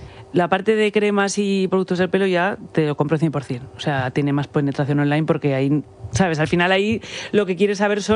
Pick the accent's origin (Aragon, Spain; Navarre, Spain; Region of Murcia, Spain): Aragon, Spain; Zaragoza; yo que soy de Zaragoza